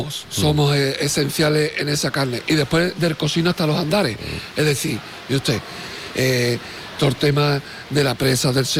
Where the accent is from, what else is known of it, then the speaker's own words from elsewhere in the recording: Andalusia, Spain; en Andalucía tenemos la suerte de tener traje de gitana